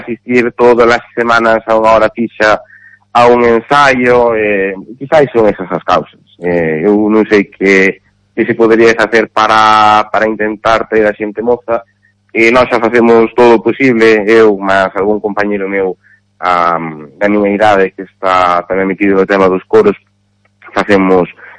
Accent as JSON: {"language": "Galician", "town": "Carballo", "region": "Galicia", "country": "Spain", "said": "además eu son daqui, pues son de Carballo, e por eso además me hace moitísima ilusión dirixir"}